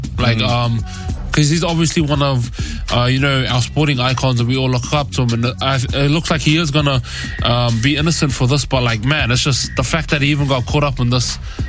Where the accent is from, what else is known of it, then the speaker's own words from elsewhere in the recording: Auckland, New Zealand; even though I was born and raised here in South Auckland